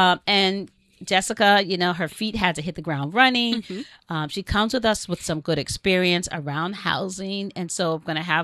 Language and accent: English; New Jersey, United States; I remember I grew up in New Jersey, and I remember the YMCA in Newark is where folks used to stay